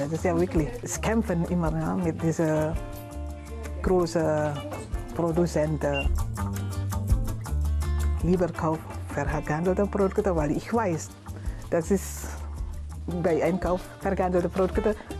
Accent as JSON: {"language": "German", "country": "Indonesia", "second_language": "German", "moved": "as an adult", "lives_now": "Chemnitz, Germany"}